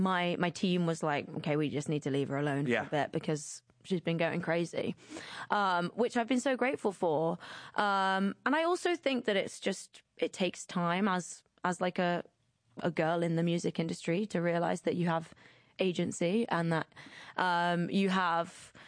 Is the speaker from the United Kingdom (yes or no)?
yes; England, United Kingdom; This is all I've ever really dreamed about since I was like a little girl growing up in the Midlands.